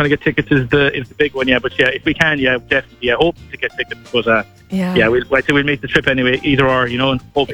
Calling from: Tralee, Munster, Ireland; So, we're from Tralee, County Kerry.

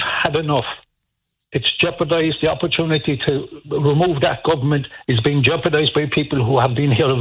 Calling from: Ireland

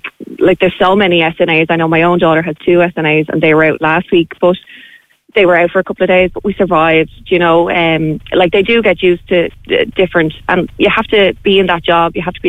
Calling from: Ireland; Obviously, as an Irish citizen

